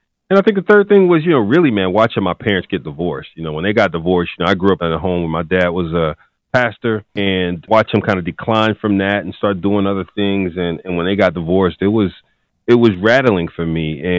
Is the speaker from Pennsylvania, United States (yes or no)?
yes; Philadelphia, Pennsylvania, United States; Well, you know, North Philly was tough back then.